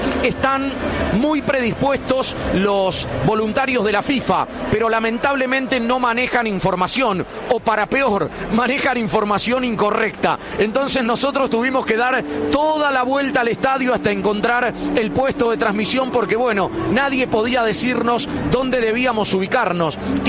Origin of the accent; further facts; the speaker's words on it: Argentina; México es muy parecido a la Argentina. Encima nosotros venimos de Estados Unidos